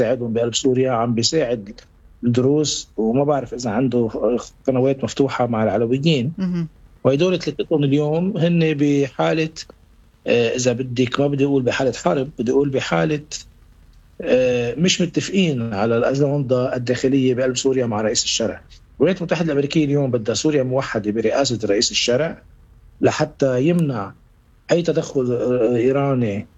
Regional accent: Lebanon; ونحن كمان كلبنانيين

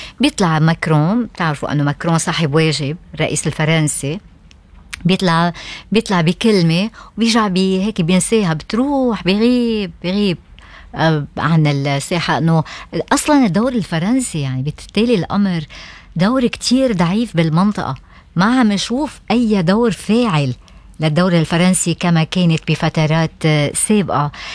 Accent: Lebanon; نحن نعرف بالنسبة لنا كلبنانيين

